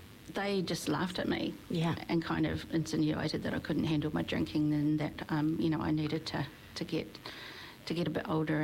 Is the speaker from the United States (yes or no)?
no; Auckland, New Zealand; I'm from Auckland. Came down a couple of days ago for a visit to do some work.